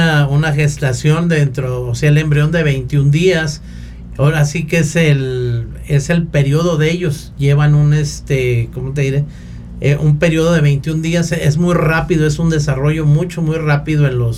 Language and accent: Spanish; Tlaquepaque, Jalisco, Mexico; also born or lived in Monterrey; now in San Luis Potosí, Mexico; Yo soy originario de Tlaquepaque, Jalisco. Tengo radicado aquí en la ciudad de San Luis Potosí desde 1973.